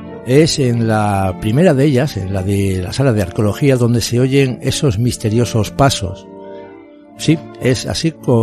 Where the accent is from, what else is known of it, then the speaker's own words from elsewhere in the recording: Asturias, Spain; el Principado de Asturias, aquí en mi tierra